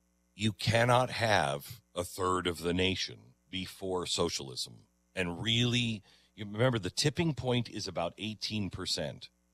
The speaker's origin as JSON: {"language": "English", "region": "Kentucky", "country": "United States", "said": "Well, my grandpa was from Armenia. My grandmother was from Costa Rica, but my dad's German. I'm from Kentucky."}